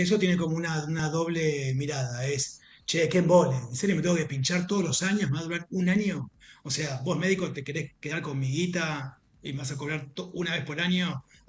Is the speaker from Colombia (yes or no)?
no; Buenos Aires, Argentina; paso bastante poco tiempo en mi casa, en Buenos Aires. Yo soy de Buenos Aires, tengo mi clínica ahí en Belgrano.